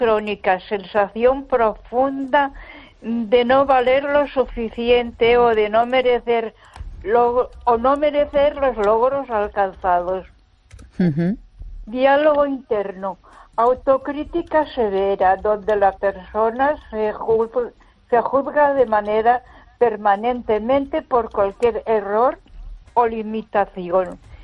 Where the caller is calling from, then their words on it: Ponferrada, Castile and León, Spain; Buenas noches, Esther … de Ponferrada.